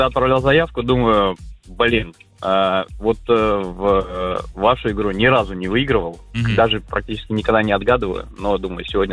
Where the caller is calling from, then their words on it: Saint Petersburg, Russia; Я из солнечного Санкт-Петербурга.